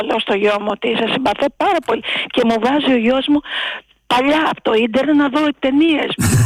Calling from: Porto Rafti, Attica, Greece; Είμαι από το Πορτοράφτη

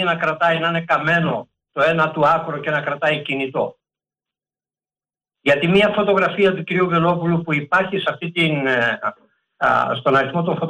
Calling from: Piraeus, Attica, Greece; από Πειραιά.

